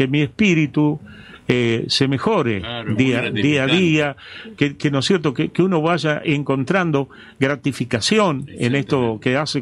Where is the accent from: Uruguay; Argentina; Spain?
Argentina; María Grande, Entre Ríos; born there; la escuela donde yo fui, a la primaria, en la escuela 28, en María Grande